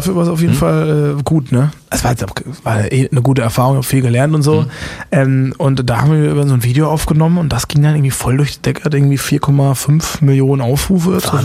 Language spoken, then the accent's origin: German; Busenbach, Baden-Württemberg, Germany; Aber jetzt bei mir, meinem Heimatdorf, ist es natürlich...